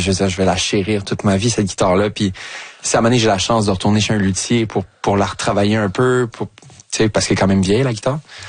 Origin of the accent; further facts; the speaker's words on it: Longueuil, Quebec, Canada; Moi, j'ai grandi en Vieux-Longueuil, puis lui aussi habitait là.